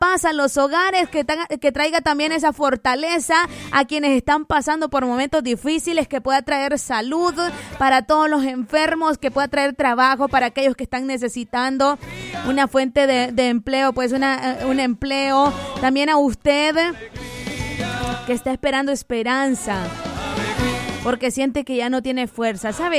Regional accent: Honduras; cada una de las actividades cívicas que fortalecen nuestra identidad como hondureños

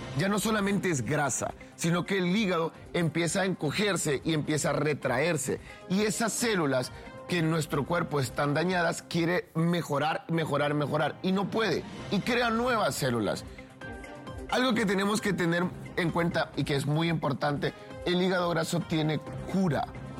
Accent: Honduras; nosotros como hondureños

